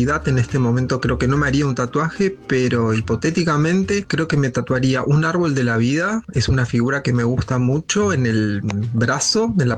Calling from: Acasuso, Buenos Aires Province, Argentina

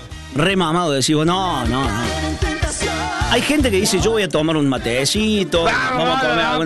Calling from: General Rodríguez, Buenos Aires Province, Argentina; de General Rodríguez, Buenos Aires.

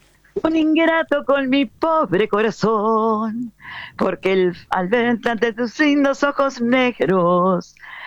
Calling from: Carmelo, Colonia, Uruguay; de Carmelo, Uruguay.

